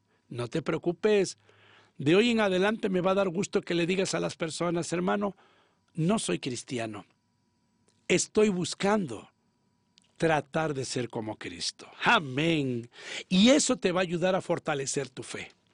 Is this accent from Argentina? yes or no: no; Oaxaca, Mexico; Allá en mi ciudad, Oaxaca, existe un árbol precioso, mejor conocido y tradicionalmente en todo el mundo como el árbol del tule.